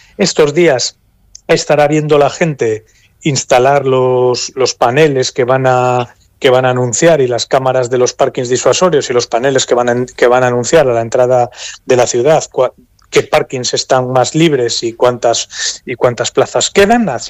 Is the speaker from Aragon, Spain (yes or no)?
no; Torrelavega, Cantabria, Spain; para los que somos de Torrelavega de toda la vida